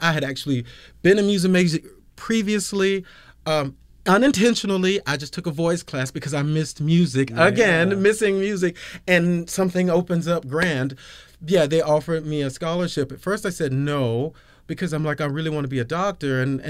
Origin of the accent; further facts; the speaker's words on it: Georgia, United States; Okay, so I'm from Georgia. I had always been a musician.